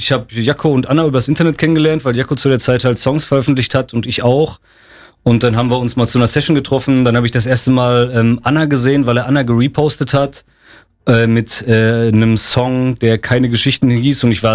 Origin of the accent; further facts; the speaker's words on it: Werl, North Rhine-Westphalia, Germany; also born or lived in Unna; Wenn du so willst, komme ich aus Unna, weil ich bin in Unna geboren und meine ersten 5 Lebensjahre habe ich dort verbracht. Danach bin ich aber nach Werl gezogen, habe da meine ganze Jugend verbr